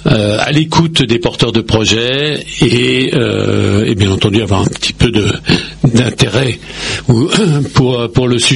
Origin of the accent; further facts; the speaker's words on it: Paris, Île-de-France, France; born there; now in Pontoise, France; Je suis pontoisien aujourd'hui. Non, je suis né dans un autre département de la région parisienne, mais je suis né à Paris même. Mais je suis valdoisien d'adoption et pontoisien plus précisément.